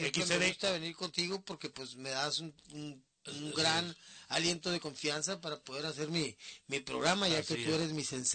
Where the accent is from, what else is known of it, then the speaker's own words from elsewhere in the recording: Dominican Republic; Yo soy acá de la República Dominicana, papá, tú sabes, bueno, rico